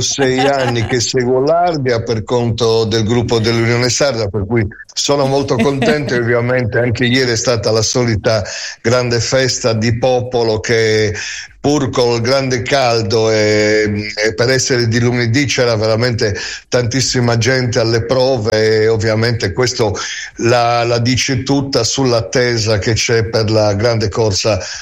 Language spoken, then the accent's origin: Italian; Sardinia, Italy; patrimonio nostro come sardi